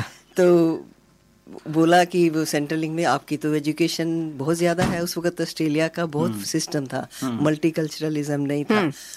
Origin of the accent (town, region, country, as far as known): Chandigarh, India; moved away as an adult; now in Sydney, Australia